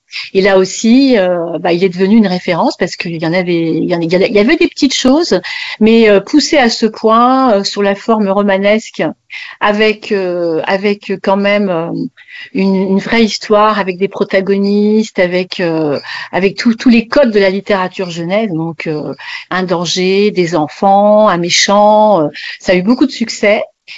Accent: French Guiana; j'avais aussi beaucoup de choses à dire sur ce qui se passe chez moi en Guyane.

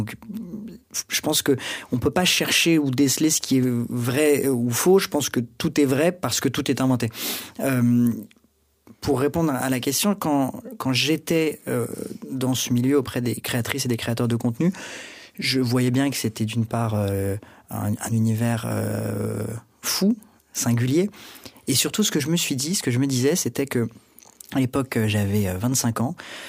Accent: France; ce roman, je l'avais écrit, j'ai grandi en France, donc c'était dans un français entre guillemets de France

